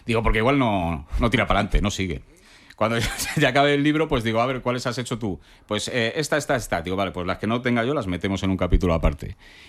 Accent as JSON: {"language": "Spanish", "town": "Alcorcón", "region": "Community of Madrid", "country": "Spain", "tie": "born or raised there", "said": "O sea, yo me crié en Alcorcón y yo mamo la cultura hip hop desde que soy un chaval, ¿no?"}